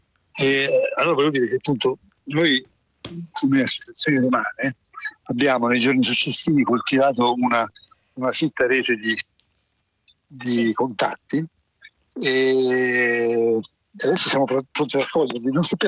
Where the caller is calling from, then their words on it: Rome, Lazio, Italy; sono da Roma.